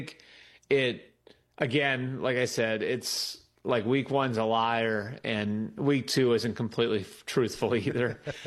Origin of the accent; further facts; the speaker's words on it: New England, United States; I was born in 1980. So, like, one of my earliest memories and growing up in New England was the 85 Bears